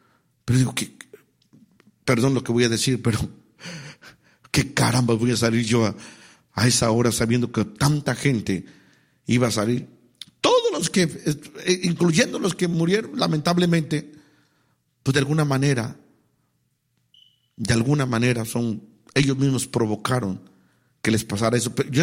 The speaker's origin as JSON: {"language": "Spanish", "country": "Mexico", "said": "yo soy mexicano"}